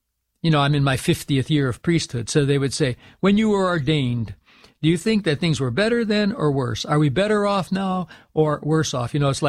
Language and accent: English; United States; speaking as an American